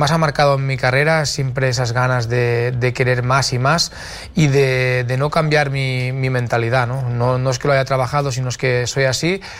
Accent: Piera, Catalonia, Spain; lo que hicimos junto a Repsol en Piera, en mi pueblo

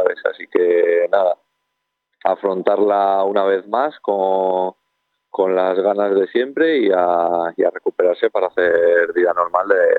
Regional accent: Cantabria, Spain; born there; el equipo de mi pueblo, el que considero mi equipo, que es el Escudo

